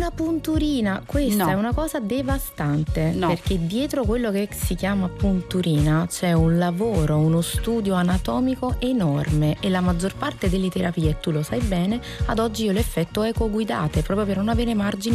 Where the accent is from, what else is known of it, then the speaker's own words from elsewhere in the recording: Switzerland; Tu sai bene, perché io sono svizzera